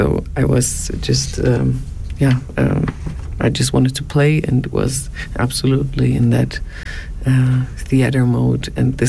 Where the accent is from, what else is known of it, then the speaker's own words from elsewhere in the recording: Berlin, Germany; now in Solothurn, Switzerland; It was funny because always when I said I'm from Berlin, the people were like, "What, from Berlin to Solothurn? Are you crazy? Everyone is going to Berlin from Solothurn."